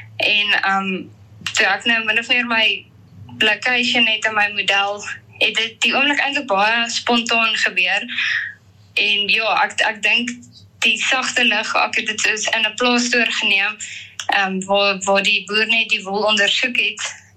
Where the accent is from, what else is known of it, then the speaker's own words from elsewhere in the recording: Bothaville, Free State, South Africa; Ek kom van Botawil af